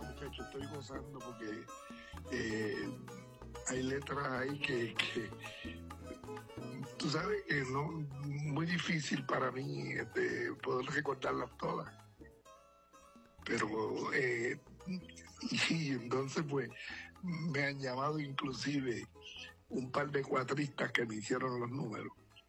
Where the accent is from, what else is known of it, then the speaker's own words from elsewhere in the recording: Naranjito, Puerto Rico; born there; el 6 de mi pueblo, que tú lo tienes hasta un anuncio por ahí, el 6 de Naranjito